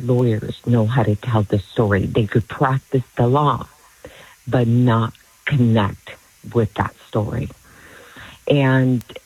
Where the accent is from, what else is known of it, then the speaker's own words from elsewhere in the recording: Alaska, United States; Yes, I grew up in Alaska.